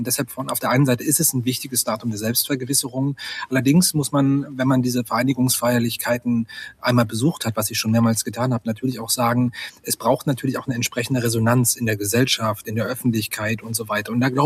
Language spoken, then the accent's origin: German; Hettstedt, Saxony-Anhalt, Germany; Deutschlandfahne rausgeschnitten haben für eine kleine Feierlichkeit oder für eine Demonstration in meiner Heimatstadt Hettstedt in Mansfeld-Südharz.